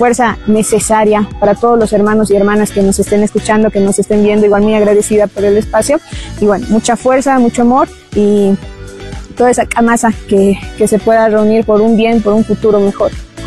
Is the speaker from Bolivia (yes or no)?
yes; La Paz, Bolivia; yo soy hija de padres aymaras, vengo de Bolivia, de La Paz